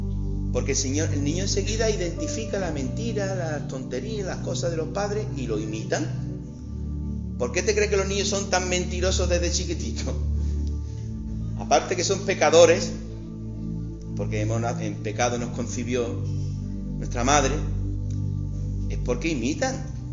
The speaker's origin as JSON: {"language": "Spanish", "town": "Jaén", "region": "Andalusia", "country": "Spain", "accent": "ceceo", "said": "nosotros ceceamos y somos andaluces y de Jaén"}